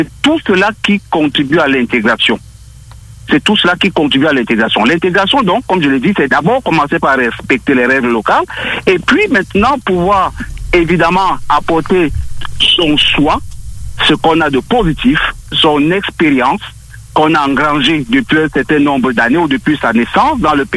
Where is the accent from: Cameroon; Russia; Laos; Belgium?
Cameroon; now in Lévis, Canada